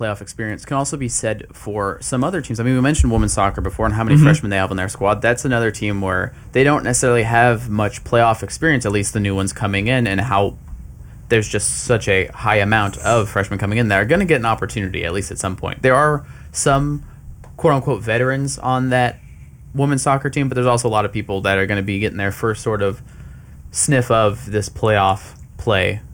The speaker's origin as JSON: {"language": "English", "town": "Santa Clara", "region": "California", "country": "United States", "tie": "born or raised there", "said": "that's my my hometown school, Santa Clara."}